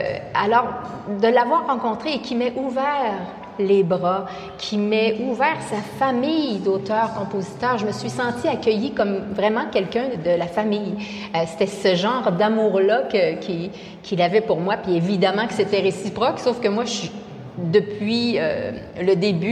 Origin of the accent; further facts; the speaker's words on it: Quebec, Canada; accent: Québécois; Et je suis québécoise, mais ça, je pense que ça s'entend. Puis j'ai beau passer des mois ici à faire des spectacles un petit peu partout, c'est vrai que mon accent ne change pas. Il y a quelque chose de profondément ancré en moi. Là, j'ai le Québec dans les veines.